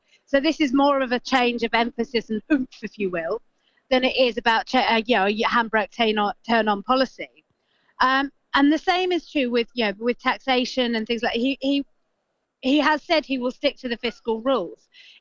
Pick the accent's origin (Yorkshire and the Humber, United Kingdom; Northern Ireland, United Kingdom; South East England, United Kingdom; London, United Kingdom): London, United Kingdom; I'm a Londoner, born and bred